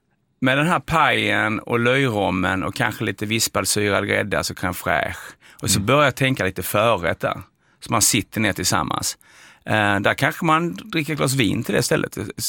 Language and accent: Swedish; Skåne, Sweden; born there; Men jag är nästan uppvuxen på Österlen kan man säga, stor del av mitt liv.